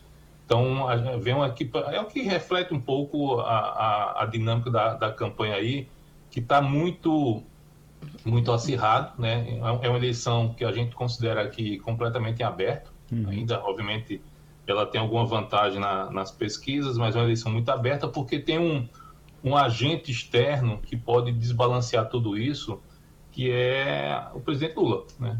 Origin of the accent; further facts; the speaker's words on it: Arcoverde, Pernambuco, Brazil; now in São Paulo, Brazil; Sou pernambucano de Arco Verde.